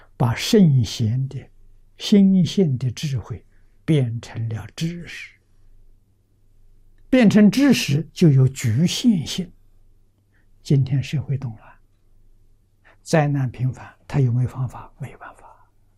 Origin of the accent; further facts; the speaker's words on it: China; 我们中国人说80岁